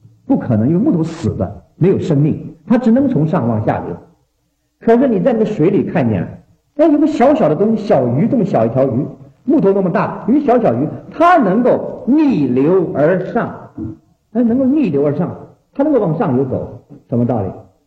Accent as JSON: {"language": "Chinese", "country": "China"}